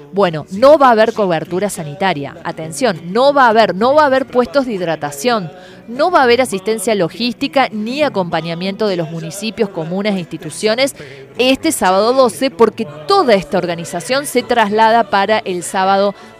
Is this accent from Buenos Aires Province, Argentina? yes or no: no; Córdoba, Argentina; Nosotros que somos capitalinos